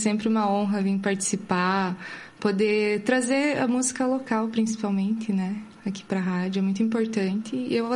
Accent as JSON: {"language": "Portuguese", "town": "Quedas do Iguaçu", "region": "Paraná", "country": "Brazil", "tie": "born or raised there", "said": "Passei infância, adolescência lá, né?"}